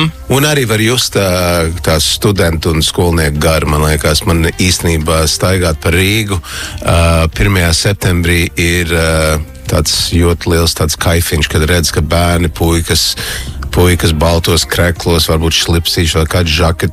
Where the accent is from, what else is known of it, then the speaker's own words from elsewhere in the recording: Toronto, Ontario, Canada; now in Latvia; Nu, es esmu no Toronto. Jā, tur gāju skolā, un nu, pirmā klase bija